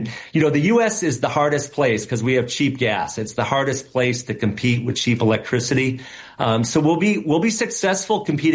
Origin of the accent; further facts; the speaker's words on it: New Hampshire, United States; I grew up in New Hampshire watching the Seabrook nuclear power plant take over 10 years to get built